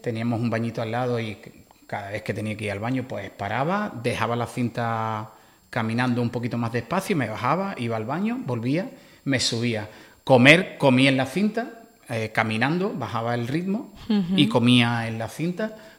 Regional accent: Algeciras, Andalusia, Spain; moved away as an adult; now in Canary Islands, Spain

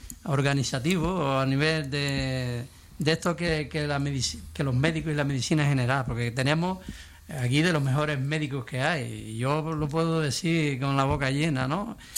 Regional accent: Canary Islands, Spain

